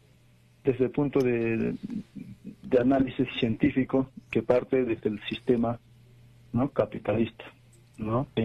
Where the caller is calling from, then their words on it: Juliaca, Puno, Peru; de Juliaca.